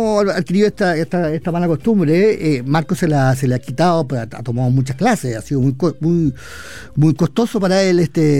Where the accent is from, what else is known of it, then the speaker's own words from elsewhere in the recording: Chile; accent: Chilean; Tengo un acento un poquito como de italiano, digamos, creo yo, para no tener no tener acento chileno.